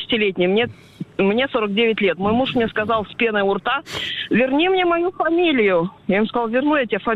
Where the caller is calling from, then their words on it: Yaroslavl Oblast, Russia; Около Углича.